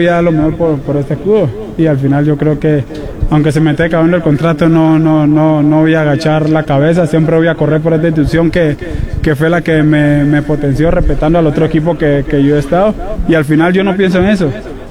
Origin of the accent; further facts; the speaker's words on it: Panama; no fue más para el centro, sino fue más a la afuera, que fue muy complicado, pero no, al pueblo panameño que vamos a s